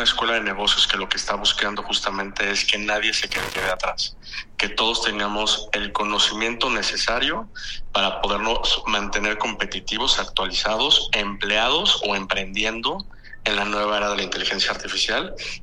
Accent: Mexico

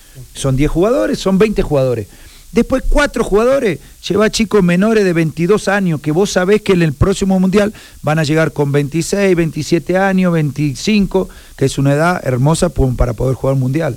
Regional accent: Argentina; moved away as an adult; now in Mexico; yo soy extranjero, soy argentino

